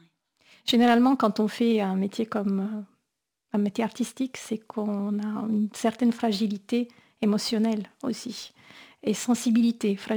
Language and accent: French; Italy; moved away; j'ai grandi en Italie